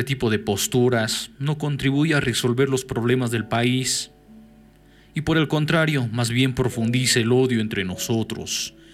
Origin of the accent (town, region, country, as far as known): Bolivia